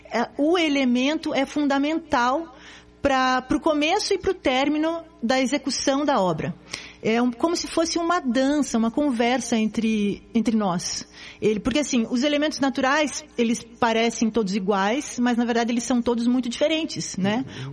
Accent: Curitiba, Paraná, Brazil; also born or lived in Morretes; Eu sou de Curitiba, mas eu vivi muito tempo em Morretes. As férias de infância sempre foram em Morretes.

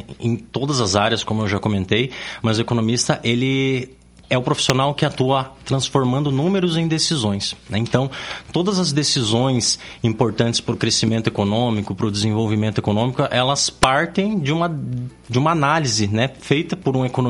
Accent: Ponta Grossa, Paraná, Brazil; Eu sou nascido, criado, vivido e estudado em Ponta Grossa, Campos Gerais.

